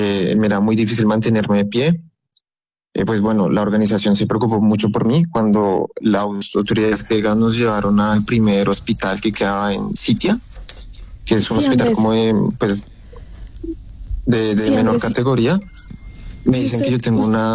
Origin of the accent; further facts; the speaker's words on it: Bogotá, Bogotá Capital District, Colombia; Yo soy oriundo de Bogotá.